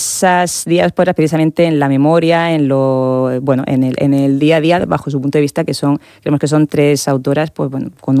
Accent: Region of Murcia, Spain; nosotros tenemos mucho que decir también como murcianas

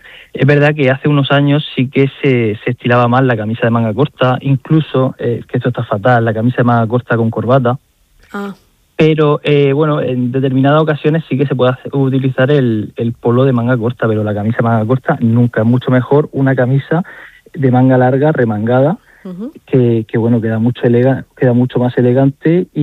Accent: Cartagena, Region of Murcia, Spain

